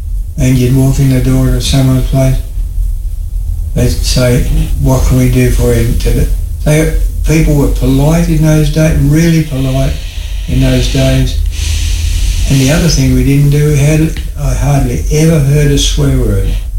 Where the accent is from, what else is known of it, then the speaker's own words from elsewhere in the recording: Crookwell, New South Wales, Australia; born there; I was born in Crookwell